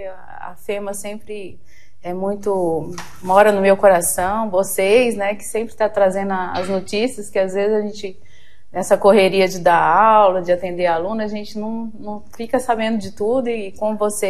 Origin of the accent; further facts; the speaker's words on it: Uberlândia, Minas Gerais, Brazil; Eu sou mineira, de Uberlândia, Minas Gerais.